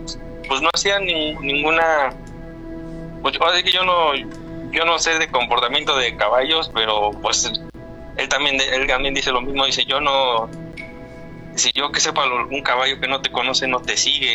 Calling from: Puebla, Mexico; Somos de Puebla

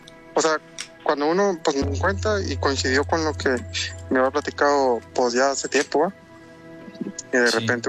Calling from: Tamaulipas, Mexico; Ok, bueno, sí … de Tamaulipas.

